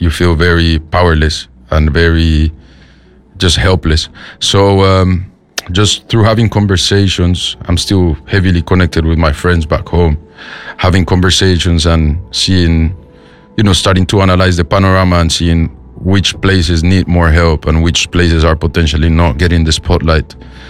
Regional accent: Bogota, Bogotá, Colombia; now in United Kingdom; I was born and raised in Colombia

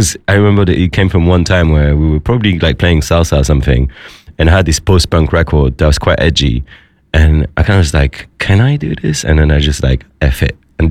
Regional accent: Paris, Île-de-France, France; moved away; another thing is like I'm from Paris, right, and I left Paris because I was kind of a bit bored with how cliquey things were.

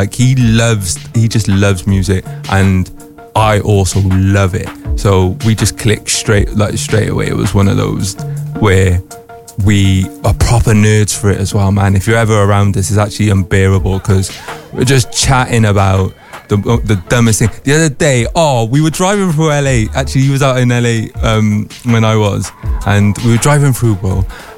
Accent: Newport, Wales, United Kingdom; honestly, bro, when it comes to Newport, it was so heavy that I think even to this day, people don't know I'm from Newport.

